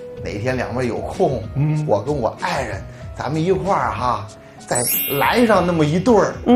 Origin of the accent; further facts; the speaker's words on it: Xuzhou, Jiangsu, China; 大家好，我是来自徐州的